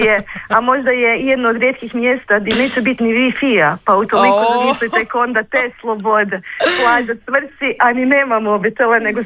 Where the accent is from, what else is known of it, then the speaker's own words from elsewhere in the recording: Cres, Primorje-Gorski Kotar County, Croatia; tu kod nas na Cresu